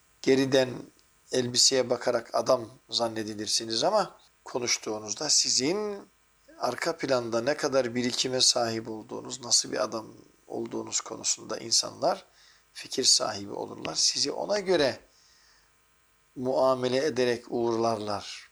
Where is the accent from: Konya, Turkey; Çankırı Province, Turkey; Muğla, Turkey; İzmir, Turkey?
Çankırı Province, Turkey; Çankırılıyım ya ben.